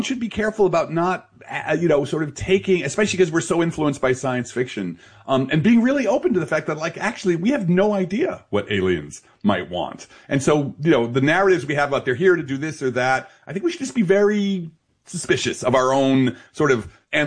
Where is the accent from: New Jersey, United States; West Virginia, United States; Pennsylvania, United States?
New Jersey, United States; Belleville